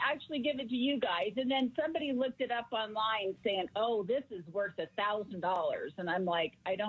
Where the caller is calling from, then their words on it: Murray, Utah, United States; I'm calling from Murray.